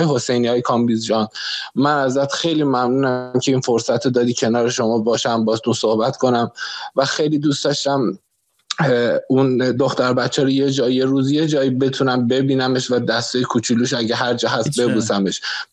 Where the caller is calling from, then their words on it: Iran; من تو ایران تنها زندگی میکنم